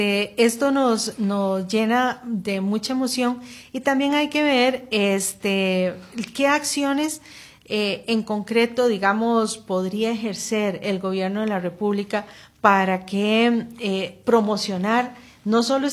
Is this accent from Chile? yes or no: no; Costa Rica